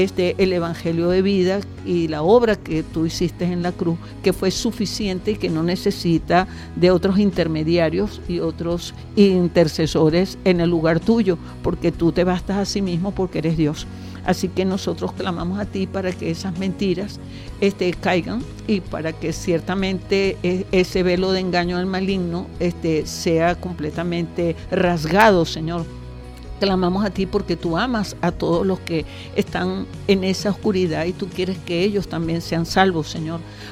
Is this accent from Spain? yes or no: no; Venezuela; fuera de nuestro país, porque Venezuela está repartida en el mundo entero